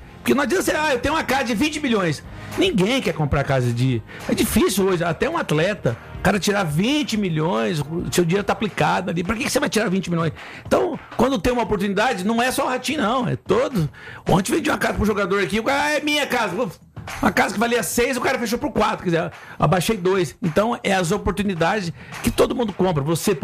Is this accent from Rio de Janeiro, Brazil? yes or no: yes; Rio de Janeiro, Brazil; Favilha, eu sou carioca.